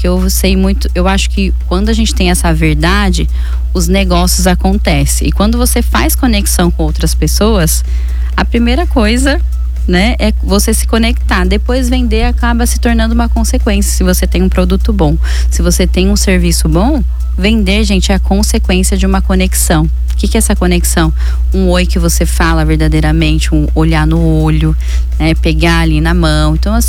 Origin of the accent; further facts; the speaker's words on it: São José dos Campos, São Paulo, Brazil; now in Caraguatatuba, Brazil; Para uma cidade que me acolheu, eu sou de São José dos Campos, né? Mas atualmente sou caiçara aqui de coração, estou morando aqui, hoje a minha vida é aqui